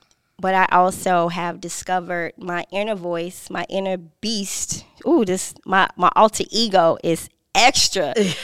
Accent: Chicago, Illinois, United States; So I'm from Chicago, South Side.

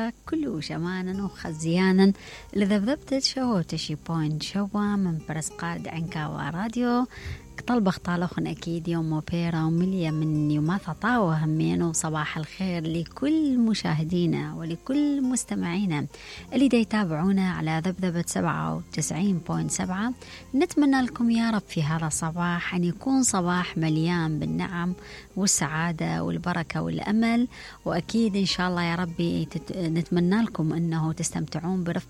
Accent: Iraq; بلدنا العراق من شماله إلى جنوبه

